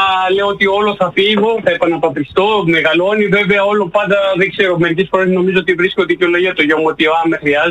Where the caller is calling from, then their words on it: Germany; από Γερμανία.